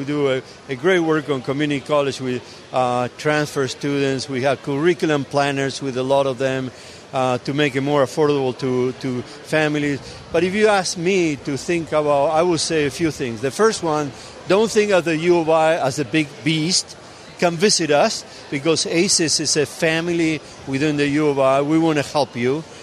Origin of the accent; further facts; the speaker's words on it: Rosario, Santa Fe, Argentina; now in United States; He's from my hometown